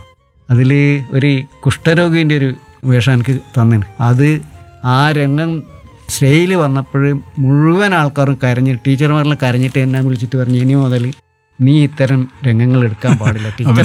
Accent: Naravoor, Kerala, India; also born or lived in Kanhileri; അതുകൊണ്ട് കാഞ്ഞിലേരി ജനിച്ച് അതിനുശേഷം കൂത്തുപറമ്പ് തൃക്കണ്ണാപുരം നരവൂരിലേക്ക് ആണ് അച്ഛൻ്റെ തറവാട്. അവിടത്തേക്ക് മാറി.

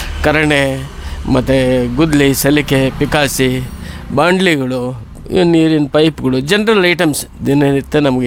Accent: Mundargi, Dharwad district, Karnataka, India; moved away as an adult; now in Shivamogga, India; ನಮ್ಮದು ಹುಟ್ಟೂರು ಮುಂಡ್ರಿಗೆ.

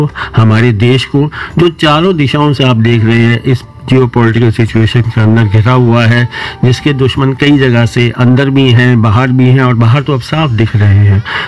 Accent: Faridabad, Haryana, India; born there; मैं फरीदाबाद का ही निवासी हूँ

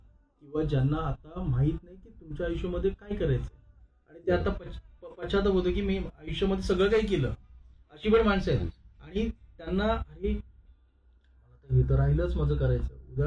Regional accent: Maharashtra, India; accent: Agri; मी आगरी आहे, माझा जर एखादा मित्र आगरी भेटला तर मी त्याच्याशी आगरीमध्ये बोलायलाच पाहिजे

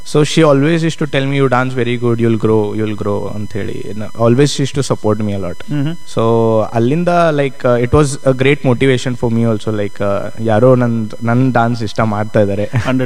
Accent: Belagavi, Karnataka, India; So childhood ಎಲ್ಲ ನಂದು ಬೆಳಗಾಂಲ್ಲೇ, ಹುಟ್ಟಿದ್ದು ಇಲ್ಲೇ ಬೆಳಗಾಂಲ್ಲೇ ನಾನು, ಶೇಖ್ ಹಾಸ್ಪಿಟಲ್ ಅಲ್ಲಿ.

